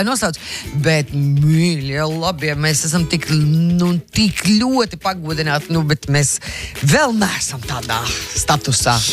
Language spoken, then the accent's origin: Latvian; Jaunpils, Tukums Municipality, Latvia; Bet es uzaugu Jaunpilī, kur bija viens ēzelīts.